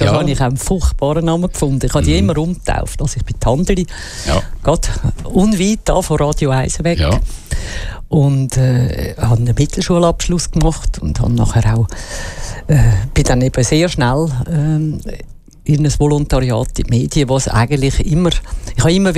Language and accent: German; Zurich, Switzerland; Nein, ich bin Zürcher, ich bin in Zürich aufgewachsen, in Zürich in die Schule und halt immer noch sehr stark mit Zürich verbunden.